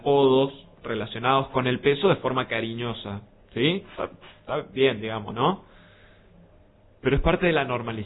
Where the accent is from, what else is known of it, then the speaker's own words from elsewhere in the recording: Argentina; Muchas veces el cariño que tenemos como argentinos, como sociedad afectuosa que somos, por ahí terminamos confundiendo y normalizando todo esto